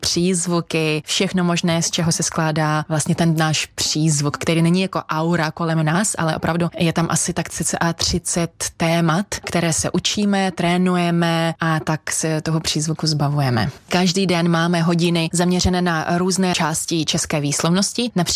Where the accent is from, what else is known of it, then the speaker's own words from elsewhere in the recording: Magnitogorsk, Chelyabinsk Oblast, Russia; Czech is a second language; moved away as an adult; also born or lived in Zlín; now in Czech Republic; Vlastně od 12 už jsem hrála v divadle ve svém rodném městě Magnitogorsku. Pak jsem jela do Česka studovat, vystudovala jsem animaci ve Zlíně